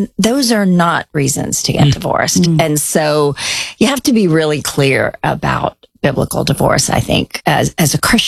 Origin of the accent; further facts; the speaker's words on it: India; born there; I was born in India. And when I was 3 months old, I contracted polio. Now in India, you don't get the vaccine at 3 months.